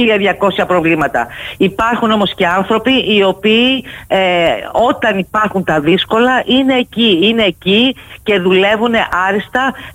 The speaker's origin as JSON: {"language": "Greek", "country": "Greece", "lives_now": "Zakynthos, Greece", "said": "Πραγματικά νιώθω περήφανη πρώτα σαν Ελληνίδα"}